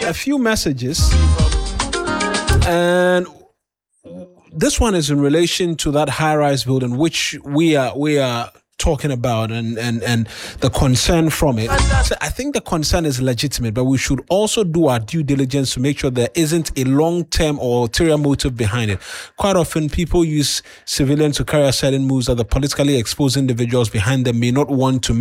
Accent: Ghana; I'm a Ghanaian, and we all know how things can move in this country.

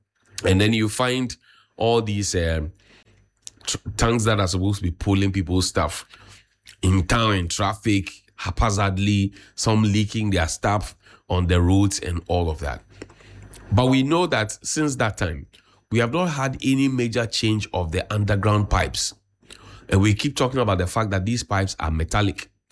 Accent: Accra, Greater Accra, Ghana; I grew up in the Kaneshi Estate.

